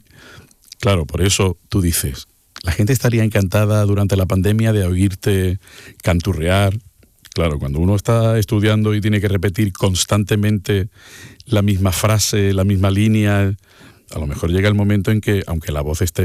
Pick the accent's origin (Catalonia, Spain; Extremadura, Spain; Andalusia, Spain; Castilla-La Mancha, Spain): Andalusia, Spain; Málaga; siendo malagueño